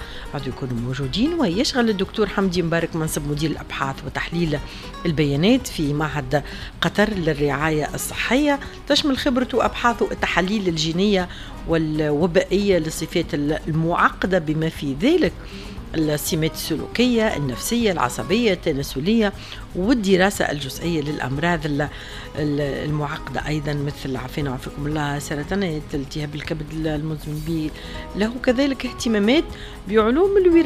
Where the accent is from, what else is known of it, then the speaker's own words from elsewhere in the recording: Tunisia; قديش مفتخرة أنا كتونسية بالأسماء التونسية اللي ديما اتنورنا.